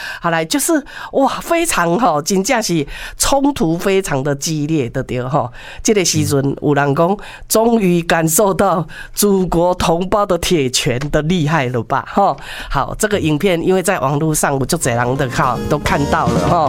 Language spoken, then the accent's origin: Chinese; Taiwan